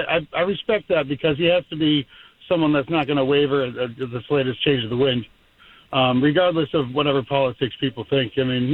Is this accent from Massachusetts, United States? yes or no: yes; Marshfield, Massachusetts, United States; now in Brookline, United States; I'm from Brookline, New Hampshire right now, but I am originally from Marshfield, Massachusetts.